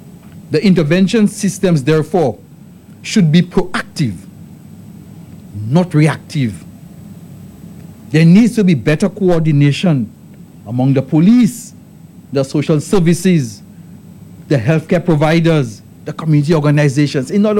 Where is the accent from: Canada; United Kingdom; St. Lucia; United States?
St. Lucia; I grew up in Babylon